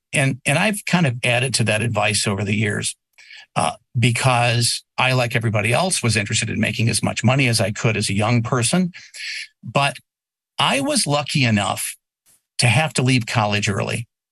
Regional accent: Muskegon, Michigan, United States; I grew up in Muskegon.

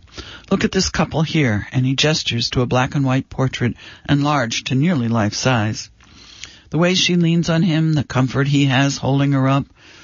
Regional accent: Brooklyn, New York, United States; I'm a guy from Brooklyn. Am I going to be accepted?

